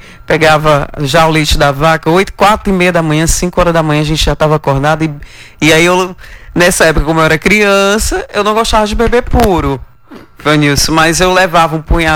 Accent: Nazaré, Piauí, Brazil; De Nazaré, né? Pegando um pouquinho ali entre Cabeceiras e Campo Maior também, foi onde eu passei a minha infância, no Piauí.

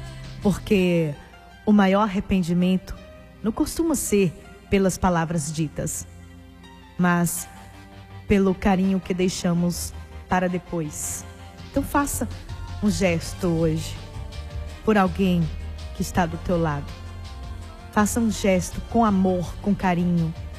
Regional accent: Brazil; Nós somos brasileiros.

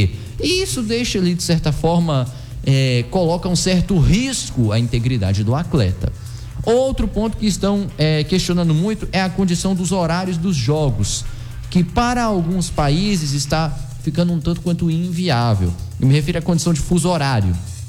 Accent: Brazil; eu sou da Paraíba, temperatura pra mim sempre foi quente.

